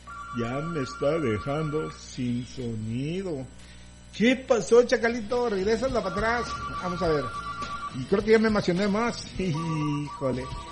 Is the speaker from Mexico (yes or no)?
yes; Mexico; now in United States; nosotros como mexicanos